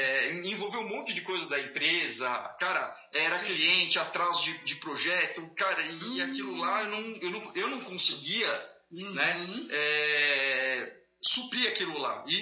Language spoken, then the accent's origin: Portuguese; São Paulo, Brazil; moved away as an adult; now in Guararema, Brazil; Na realidade, eu sempre nasci em São Paulo, sempre morei em São Paulo. Frequentava aqui o interior só de final de semana.